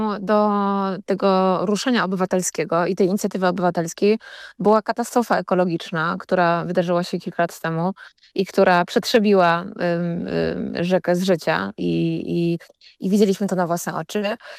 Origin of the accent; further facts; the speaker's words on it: middle Oder region, Poland; now in Warsaw, Poland; Ja potwierdzam, że pochodzę z regionu nad Odrze, czyli tej środkowej Odry, powiedzmy, i do dzisiaj mi to zostało. To znaczy ja kocham mieszkać po stronie praskiej nad rzeką.